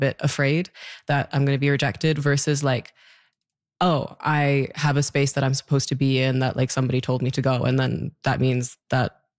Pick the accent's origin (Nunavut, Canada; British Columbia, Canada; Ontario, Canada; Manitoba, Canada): Nunavut, Canada; also born or lived in Newfoundland; I consider myself from Nunavut, but I was born in Newfoundland.